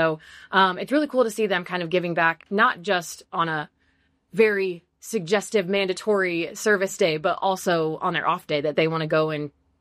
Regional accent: Fort Wayne, Indiana, United States; I'm from Fort Wayne

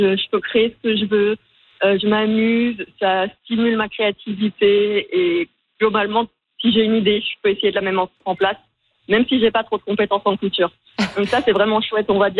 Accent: France; now in Canada; comme je suis française, installée au Canada

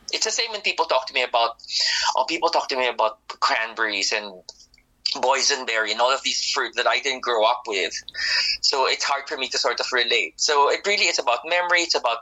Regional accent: Philippines; moved away; I'm originally from the Philippines.

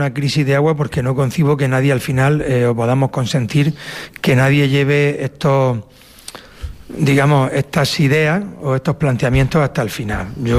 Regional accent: Spain; somos españoles, somos tan españoles aquí como los de Santander, o como los de Burgos, o como los de Cádiz, o como los de Barcelona.

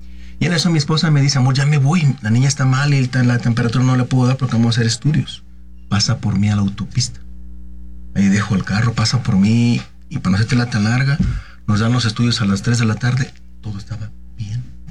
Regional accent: Cuernavaca, Morelos, Mexico; born there; De Morelos, nací en Cuernavaca, Morelos. Mis padres son de un pueblito que se llama El Estudiante Morelos.

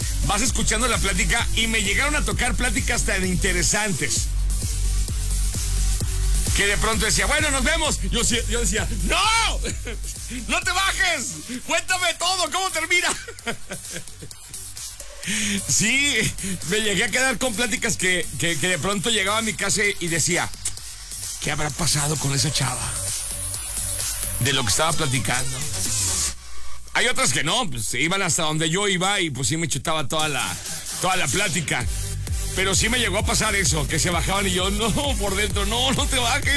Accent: Guadalajara, Jalisco, Mexico; moved away; yo soy de Guadalajara y pues las distancias son muy, muy, muy largas.

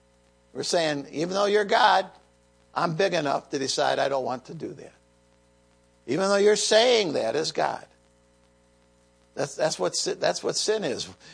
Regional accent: United States; So as an American

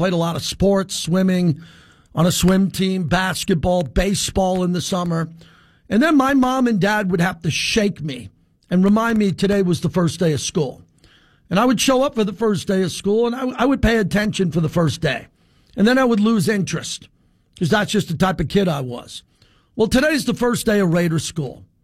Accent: New York, United States; now in Las Vegas, United States; I'm a New Yorker. I'm born and raised in New York and Long Island.

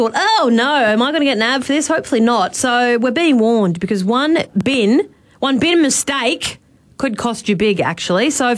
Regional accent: Queensland, Australia; moved away; also born or lived in New South Wales; so I'm from New South Wales and I'm from Queensland, but I lived in New South Wales the last few years.

